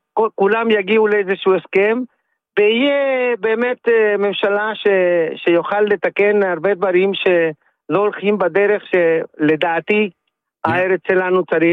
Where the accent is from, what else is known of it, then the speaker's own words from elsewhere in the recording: Chile; Hebrew is a second language; moved away as an adult; now in Israel; אני עולה חדש מצ'ילה.